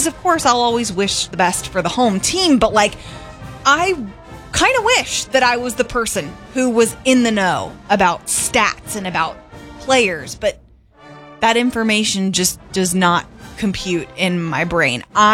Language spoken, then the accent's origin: English; Pennsylvania, United States; now in Ohio, United States; I grew up in Steelers country, and it was like when they were really good, so it was kind of a big deal. And then now living in Ohio